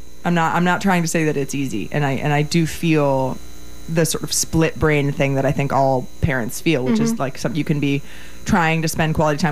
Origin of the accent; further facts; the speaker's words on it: New Jersey, United States; moved away; also born or lived in New York City; I lived in New York City for 7 years. I grew up in Jersey, playing bluegrass with my dad. You know, it's like Little House on the Turnpike.